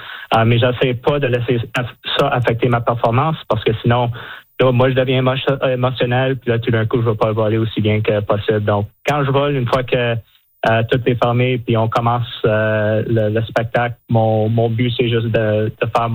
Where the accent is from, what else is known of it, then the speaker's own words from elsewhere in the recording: Saguenay, Quebec, Canada; also born or lived in Greenwood, Nova Scotia / Angus, Ontario; Je suis originaire de Saguenay, Québec. Mon père était militaire, par contre. J'ai passé 7 ans à Québec, un autre 7 ans en Greenwood, en Nouvelle-Écosse. Puis après ça, en Angus, en Ontario.